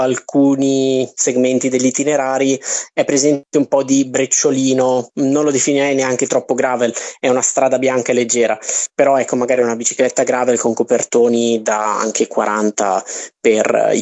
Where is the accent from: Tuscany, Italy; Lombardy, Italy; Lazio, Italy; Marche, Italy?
Lombardy, Italy; Limbiate; born there; io sono nato a Limbiate a 50 metri a Villoresi